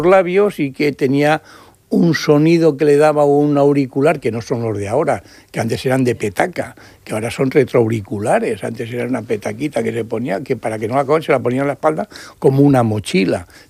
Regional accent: Valencia, Valencian Community, Spain; born there; Yo tengo infraestructura en Valencia porque soy de Valencia. Bueno, nacido allí, pero...

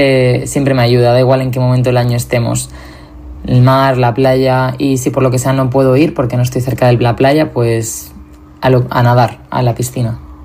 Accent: Valencia, Valencian Community, Spain; contando la historia de lo que estaba pasando en mi ciudad y en mi pueblo y en los pueblos de alrededor.

